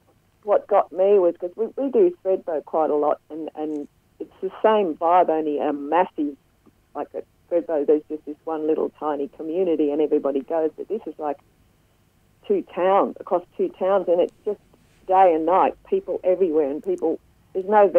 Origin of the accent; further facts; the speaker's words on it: Blue Mountains, New South Wales, Australia; also born or lived in Tasmania; I come from the Blue Mountains originally in Tasmania before